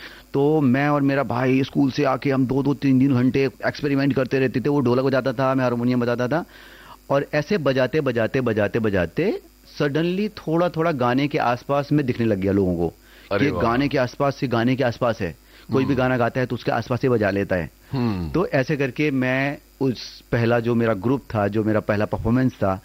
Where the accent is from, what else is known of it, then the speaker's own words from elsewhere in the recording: Pahra, Madhya Pradesh, India; के बुंदेलखंड के छतरपुर डिस्ट्रिक्ट का रहने वाला हूँ। मेरे गांव का नाम है पहरा।